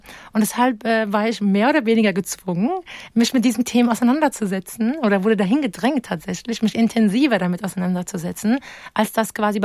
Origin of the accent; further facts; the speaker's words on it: Darmstadt, Hesse, Germany; born there; also born or lived in Münster / Wiesbaden / Frankfurt / Rabat; Leben sehr viel umgezogen, war in vielen Städten beheimatet, von Münster über Wiesbaden, Frankfurt, gebürtige Darmstädterin, aber auch in Rabat und in Marokko und vielen weiteren wunderschönen Städten